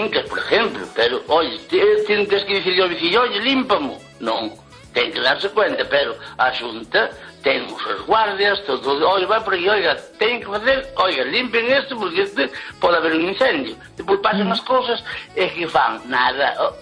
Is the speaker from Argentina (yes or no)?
no; Lugo, Galicia, Spain